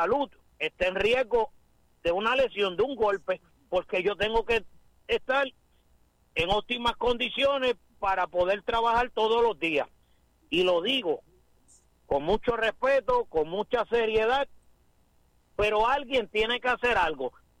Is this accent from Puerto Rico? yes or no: yes; Aguada, Puerto Rico; estoy particularmente en este momento en mi pueblo de Aguada